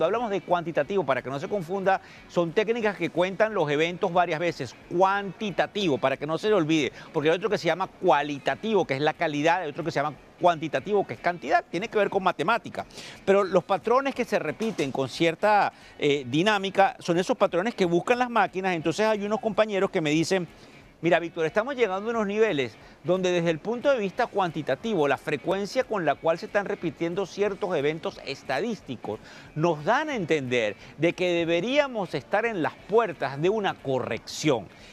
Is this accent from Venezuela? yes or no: yes; Venezuela; recuérdense que yo soy venezolano